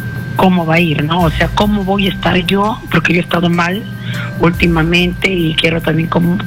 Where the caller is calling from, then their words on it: Chosica, Lima, Peru; de Chosica.